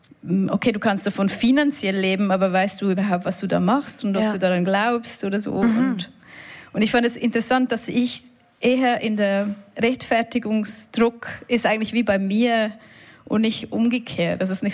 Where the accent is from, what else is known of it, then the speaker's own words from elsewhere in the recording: Switzerland; accent: Swiss German; weil ich Schweizerdeutsch spreche, man merkt es wahrscheinlich schon an meinem Akzent